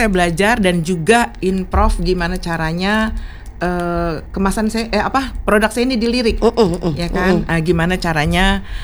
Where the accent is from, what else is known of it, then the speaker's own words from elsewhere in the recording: Jakarta, Indonesia; Asli Minang dua-duanya, cuman saya lahir Jakarta, gede di Jakarta.